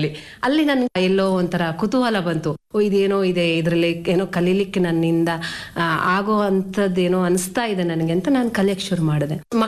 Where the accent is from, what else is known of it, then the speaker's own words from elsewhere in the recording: Udupi, Karnataka, India; moved away as an adult; now in Bengaluru, India; ಮೂಲತಃ ಉಡುಪಿಯವರು ನಾವು.